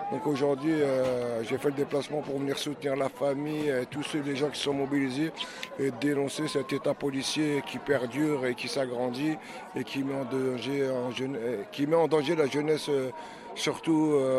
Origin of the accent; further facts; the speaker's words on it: Dammarie-les-Lys, Île-de-France, France; j'ai grandi à Damary-les-Lys, là où Abdelkader Bouzian a été tué par la police en 1997.